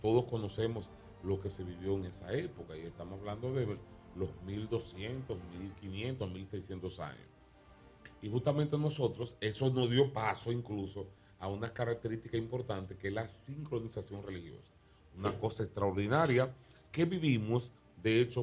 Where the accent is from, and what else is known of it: Mao, Valverde, Dominican Republic